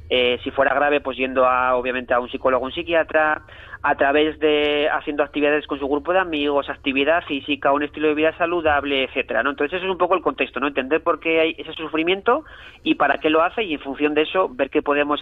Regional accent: Asturias, Spain; yo que soy de origen asturiano, me decían en el pueblo, tú guaje de quiñes, ¿no? Que tú de quién eres, ¿no?

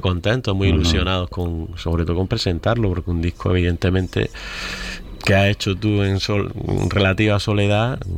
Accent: Granada, Andalusia, Spain; Yo que soy granadino

